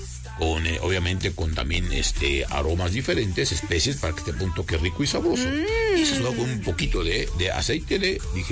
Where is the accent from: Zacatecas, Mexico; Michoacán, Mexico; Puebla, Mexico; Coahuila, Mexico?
Puebla, Mexico; Y con el paso del tiempo, como buenos mexicanos y poblanos